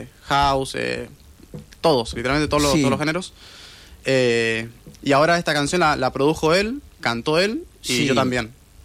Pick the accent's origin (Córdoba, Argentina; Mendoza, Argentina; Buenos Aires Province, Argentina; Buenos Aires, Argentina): Mendoza, Argentina; Real del Padre; Yo soy de Real Padre.